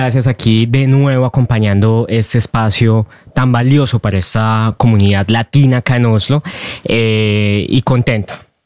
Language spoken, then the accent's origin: Spanish; Bogotá, Colombia; born there; Yo nací en Bogotá. Mi familia es de parte paterna de Bogotá, de parte materna del Quindío, de la ciudad de Armenia.